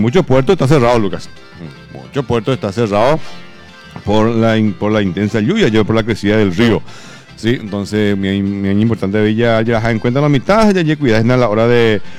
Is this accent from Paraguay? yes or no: yes; Paraguay